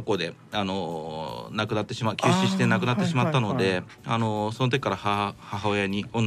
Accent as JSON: {"language": "Japanese", "region": "Tokyo", "country": "Japan", "tie": "born or raised there", "also_born_or_lived": "Yokohama", "said": "生まれは横浜、育ちは東京で育ちました。"}